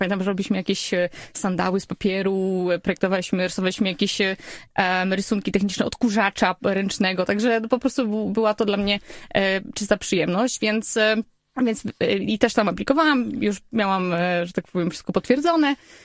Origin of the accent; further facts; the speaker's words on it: Warsaw, Masovian Voivodeship, Poland; ona z Lublina, ja z Warszawy, no i pojechałyśmy w tą podróż razem